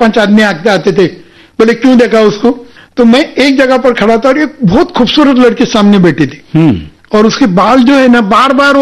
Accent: Maharashtra, India; अभी मैं महाराष्ट्र का रहने वाला हूँ

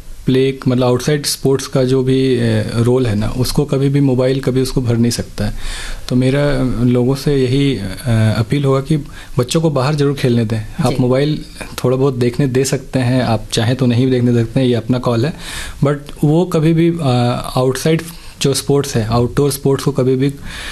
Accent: Katras, Jharkhand, India; moved away as an adult; also born or lived in Dhanbad; now in Ranchi, India; मैं धनबाद का रहने वाला हूँ। धनबाद में एक छोटा सा टाउन है कतरास। मेरा बचपन वहीं बीता है, मेरी 10th तक की पढ़ाई वहीं पे हुई है और फिर 11th-12th मेरी धनबाद में हुई है।

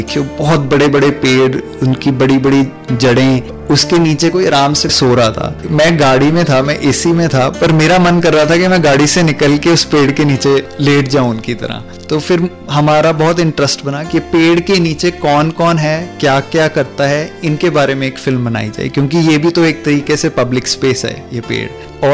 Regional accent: Chandigarh, India; हम तीनों चंडीगढ़ से हैं

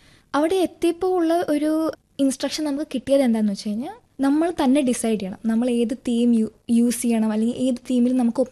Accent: Kerala, India; moved away; also born or lived in North India; ഞാൻ ഇങ്ങനെ നോർത്തിലായിരുന്നു, അതുകൊണ്ട് എനിക്ക് ഈ ലാംഗ്വേജ് കുറച്ചും കൂടി ഫ്ലുവൻസി ഉണ്ട്. അപ്പോൾ പറഞ്ഞു നിന്നെ കണ്ടാൽ തോന്നില്ലല്ലോ, ഞാൻ പറഞ്ഞു ഞാൻ മലയാളിയാണ്, കണ്ടാൽ തോന്നിട്ടുണ്ട് എനിക്ക് ഹിന്ദി അറിയാം.

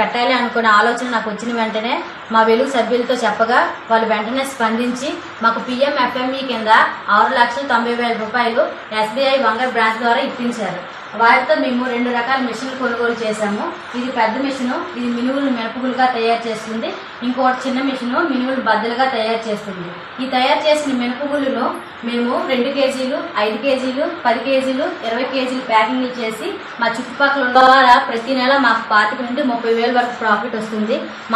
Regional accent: Koppala, Andhra Pradesh, India; మాది కొప్పల గ్రామం, వంగరం మండలం, విజయనగరం జిల్లా.

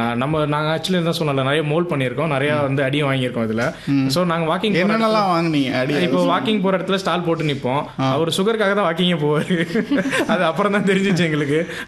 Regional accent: Pulivalam, Tamil Nadu, India; அதுதான் எங்களோட சொந்த ஊர். அங்கே இருக்க கவர்மெண்ட் ஸ்கூலில் தான் எல்லாருமே படித்தோம்.

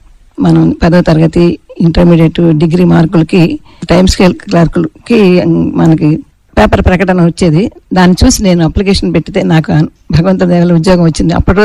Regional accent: Anantavaram, Andhra Pradesh, India; moved away; నా చిన్నతనం అనంతవరం పల్లెటూరులో గడిచిందండి. నేను ఎలిమెంటరీ స్కూల్లోను, జిల్లా పరిషత్ హై స్కూల్లోను, 10వ తరగతి వరకు అనంతవరం గ్రామంలోనే చదువుకున్నాను.

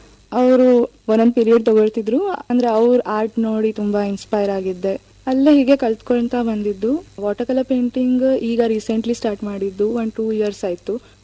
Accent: Karwar, Karnataka, India; ನಾನು ಕಾರವಾರದವಳು.

